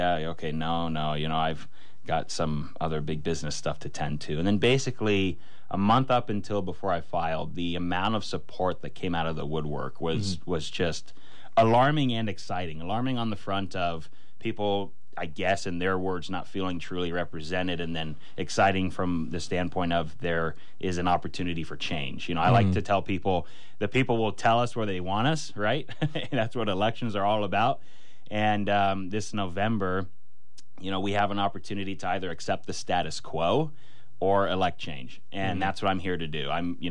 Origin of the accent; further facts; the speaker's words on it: Alaska, United States; I grew up in Alaska, spent summers up in Talkeetna. Now I'm here full time.